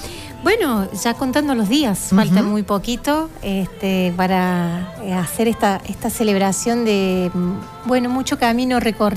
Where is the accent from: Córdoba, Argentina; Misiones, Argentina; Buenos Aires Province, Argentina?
Córdoba, Argentina; La Para; Yo soy de La Para, que está muy cerquita de Mar Chiquita, en la zona de Ancenusa.